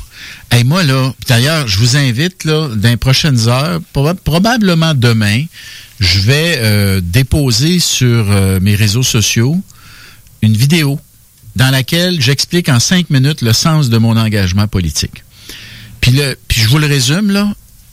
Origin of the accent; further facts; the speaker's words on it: Quebec, Canada; Moi, je suis un fier Québécois.